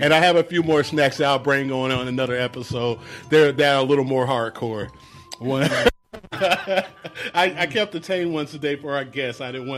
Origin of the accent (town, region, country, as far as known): United States